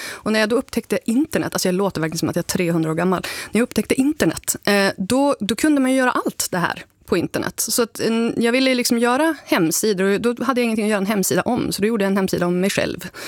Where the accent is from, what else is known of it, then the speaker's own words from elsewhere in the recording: Sund, Västernorrland County, Sweden; Jag kände att jag blev lite, jag fastnade i att jag är från Sund, men jag bor inte i Sund, utan jag bodde i Sund / Domsjö, mycket intern liksom, politik där